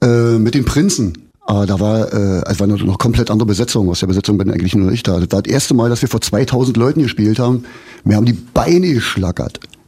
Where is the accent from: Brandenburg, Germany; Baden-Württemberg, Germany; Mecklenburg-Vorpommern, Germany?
Brandenburg, Germany; Aber schon ein Grund mehr zu sagen, wir kommen aus Brandenburg.